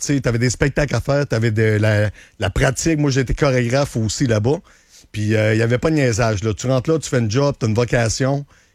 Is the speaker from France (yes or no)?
no; Saint-Georges, Quebec, Canada; Je viens de la Beauce, hein, tu savais? Ah oui? Oui, okay. Je suis natif de Saint-Georges.